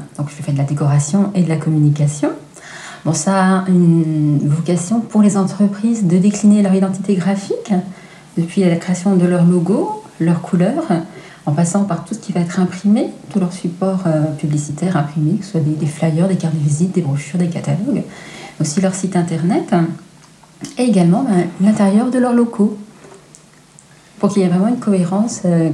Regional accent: Brest, Brittany, France; moved away as an adult; also born or lived in Paris; Donc après, ils sont partis sur Quimper, mais moi, je suis originaire de Brest.

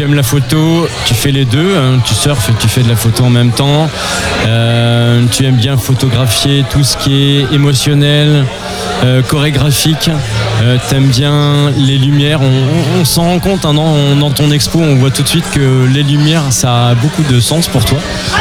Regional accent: Rennes, Brittany, France; Je suis Rennais moi-même

